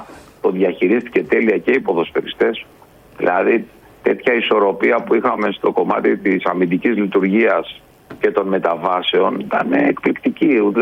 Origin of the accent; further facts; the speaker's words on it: Greece; είμαι Έλληνας.